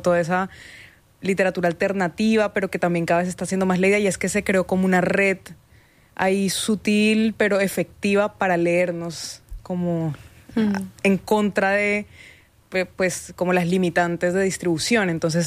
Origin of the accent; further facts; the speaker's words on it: Barranquilla, Atlántico, Colombia; moved away as an adult; now in Bogotá, Colombia; yo crecí en Barranquilla, hasta hace 3 años, ahorita vivo en Bogotá, que quizá el clima se parece un poco más al de acá, pero en Barranquilla hace mucho calor, y aparte es una ciudad muy carnavalera, muy fiestera